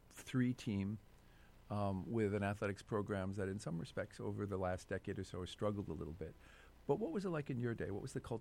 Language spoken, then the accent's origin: English; New York, United States; even though I'm from New York, good luck tonight against the Mets.